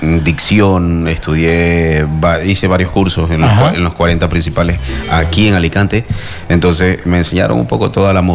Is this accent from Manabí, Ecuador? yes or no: no; Guayaquil, Guayas, Ecuador; now in Spain; Yo soy de Ecuador, de Guayaquil.